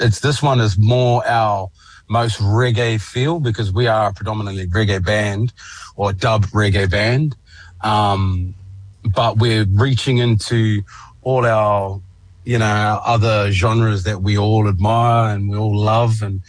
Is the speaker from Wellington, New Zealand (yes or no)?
no; Opunake, Taranaki, New Zealand; moved away; I was raised in Opunake, out on the coast. So I'm a coastie.